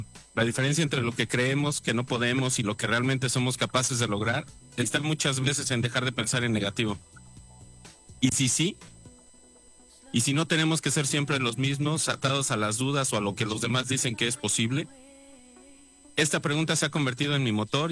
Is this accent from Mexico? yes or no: yes; Mexico City, Mexico; soy un músico de Ciudad de México.